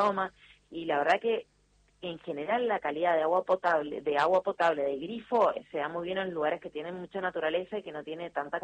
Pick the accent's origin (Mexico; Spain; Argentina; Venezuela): Argentina; somos todos argentinos.